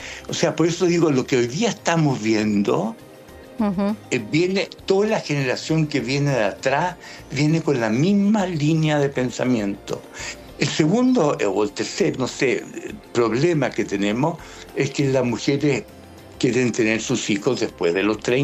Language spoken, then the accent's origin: Spanish; Chile